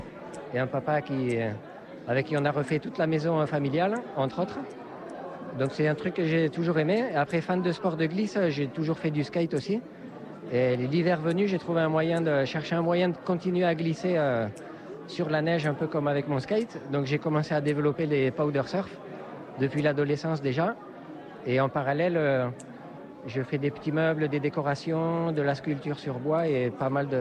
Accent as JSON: {"language": "French", "town": "Bourisp", "region": "Occitanie", "country": "France", "tie": "born or raised there", "also_born_or_lived": "Andorra", "moved": "yes", "said": "j'ai 46 ans et je suis originaire de Bourrispe dans la Vallée d'Or à côté de Saint-Lary."}